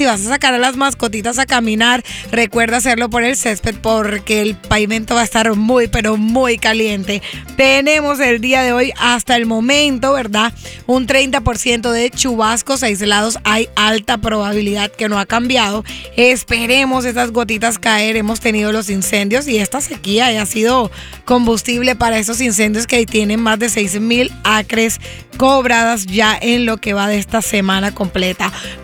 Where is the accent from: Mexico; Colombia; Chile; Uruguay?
Colombia; Y hablando de Colombia, las elecciones en mi país